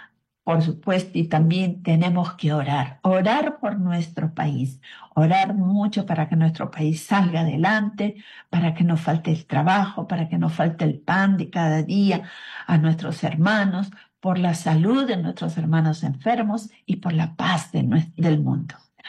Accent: Peru

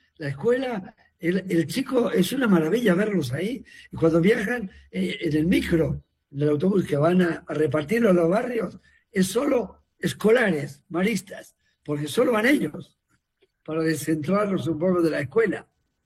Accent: Castrillo de Villavega, Castile and León, Spain; moved away; Mi pueblo es Castrillo de Villavega, al lado de Carrión de los Condes.

